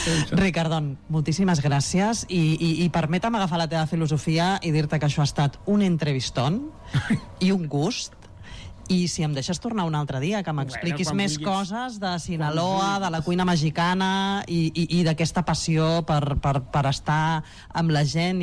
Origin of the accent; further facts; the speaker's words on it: Vilanova i la Geltrú, Catalonia, Spain; Et dic un secret, el xató és de Vilanova i la Geltrú, que és el meu poble.